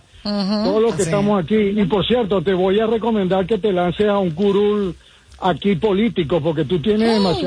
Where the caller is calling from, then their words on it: Houston, Texas, United States; No, mentira. Son mis ganas, pero de Houston, mamita, ¿cómo estás?